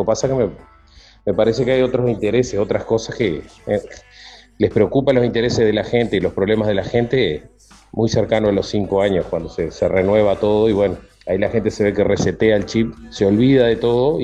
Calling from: Rincón de Pando, Canelones, Uruguay; Que vivo en Rincón de Pando

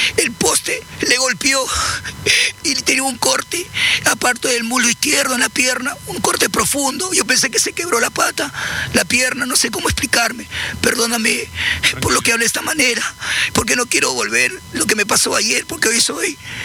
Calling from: Lagomar, Canelones, Uruguay; vivo en Lagomar, al lado de la estación de servicio.

